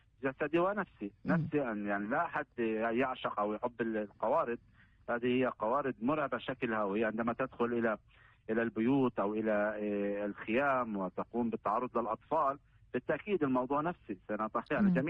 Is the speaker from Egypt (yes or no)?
no; Palestine; منا كفلسطينيين